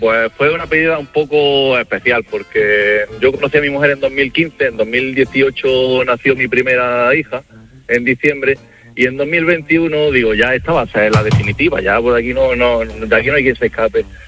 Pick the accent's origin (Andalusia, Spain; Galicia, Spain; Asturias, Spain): Andalusia, Spain; Granada; Yo soy de Granada y salimos de un sitio que seguramente conocerán bien, que es el Mirador de San Miguel Alto.